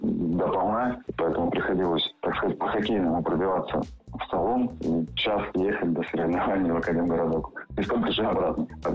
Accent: Novosibirsk, Novosibirsk Oblast, Russia; Я родом из города Новосибирска.

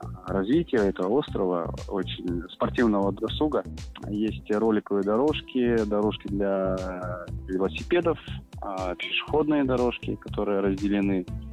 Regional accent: Krasnoyarsk Krai, Russia; also born or lived in Moscow

